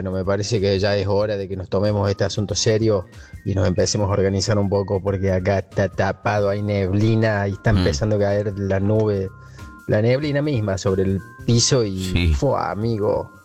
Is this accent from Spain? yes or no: no; Río Segundo, Córdoba, Argentina; soy de Río Segundo. Siempre escucho la Rock and Pop. Manejo un taxi acá en esta ciudad